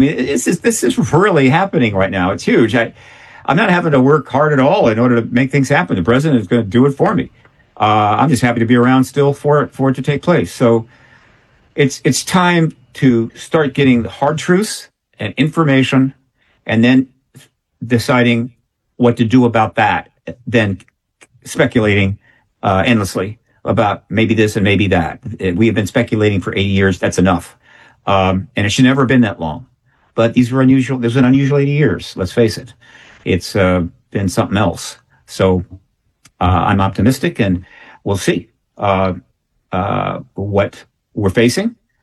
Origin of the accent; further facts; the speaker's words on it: United States; I am an American citizen. I tend to lean toward that.